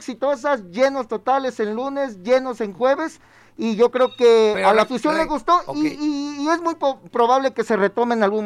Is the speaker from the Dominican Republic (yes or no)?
no; Veracruz, Mexico; born there; moved away as an adult; now in Puebla, Mexico; soy veracruzano de nacimiento, poblano por adopción. Ya tengo 13 años viviendo en Puebla.